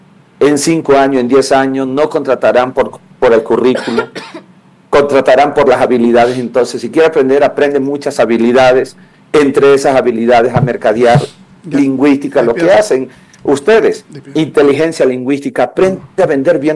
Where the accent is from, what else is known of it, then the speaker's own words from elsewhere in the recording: Manabí, Ecuador; soy manabita, vengo de padres agricultores, caficultores, cuando soy del sur de Manabí, cuando era fuerte el café. Así que vengo desde inicios, pues, sencillos y humildes, mis padres agricultores.